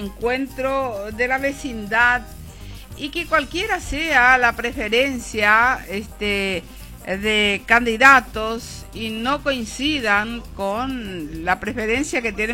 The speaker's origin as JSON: {"language": "Spanish", "town": "Ciudad del Este", "region": "Alto Paraná", "country": "Paraguay", "said": "todos somos ciudadanos aquí de Ciudad del Este"}